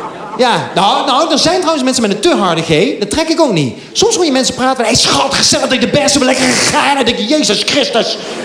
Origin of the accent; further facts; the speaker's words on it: North Brabant, Netherlands; accent: soft G; now in Amsterdam, Netherlands; Want ik ben een Brabander in Amsterdam. Als Brabanders praten, met een zachte G.